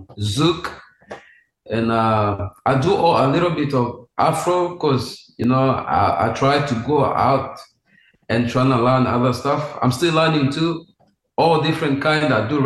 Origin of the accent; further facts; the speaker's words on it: DR Congo; And yeah, I'm from Congo.